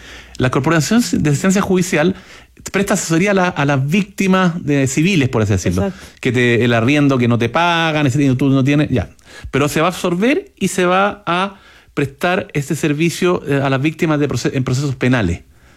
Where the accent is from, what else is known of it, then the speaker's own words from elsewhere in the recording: Chile; aquí somos estúpidos los chilenos